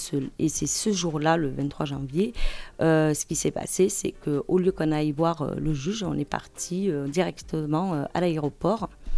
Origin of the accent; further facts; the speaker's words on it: Toulouse, Occitanie, France; born there; Alors, je suis toujours avec ma mère adoptive. Mais où ? À Toulouse.